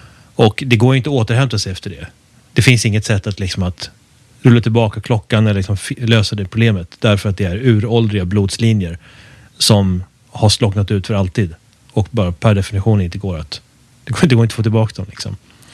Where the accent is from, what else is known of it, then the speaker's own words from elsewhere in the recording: Sweden; man som svensk